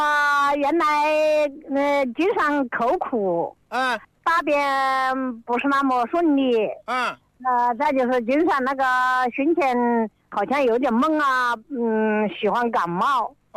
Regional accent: Tianmen, Hubei, China; 我是天门的。

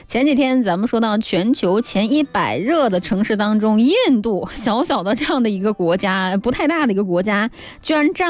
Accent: Guangdong, China; 咱们广东人就不喜欢那种太热的水

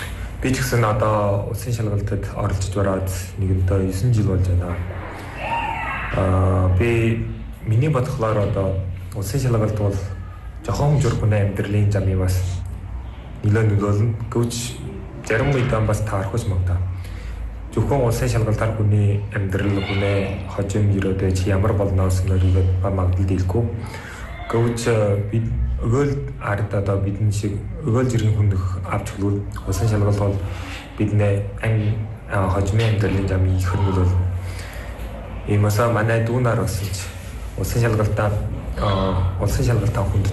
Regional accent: Ulaanbaatar, Mongolia; moved away as an adult; now in Hungary; Би бол багасаа Улаанбаатараас өс төрсөн.

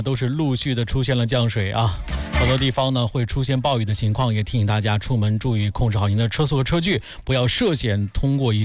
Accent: Handan, Hebei, China; born or raised there

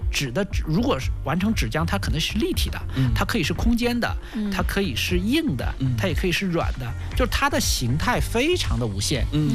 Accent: China; 我们作为中国人

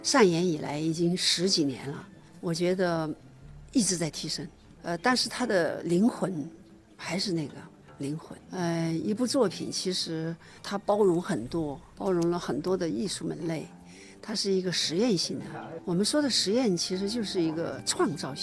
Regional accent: China; 那从服装上，黑白也是我们中国人的对色彩的，比如说阴阳八卦呀

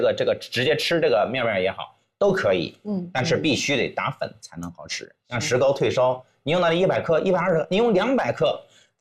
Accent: China; 韩国人的压力实际上比我们中国人的压力要大，

